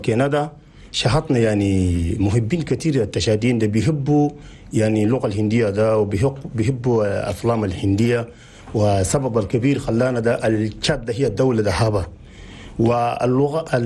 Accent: Chad

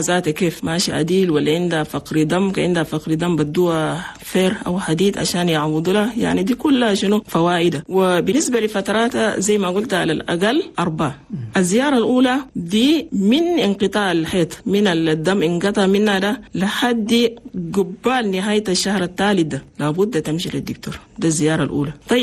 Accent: Chad; لأننا نحن عندنا في تشاد نسبة موت عن الأمهات اللي بموتوا في ولادها كتير مرة واحد

